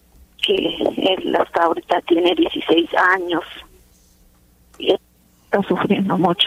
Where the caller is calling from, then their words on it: Quetzaltenango, Guatemala; Aquí le hablo de Quetzaltenango.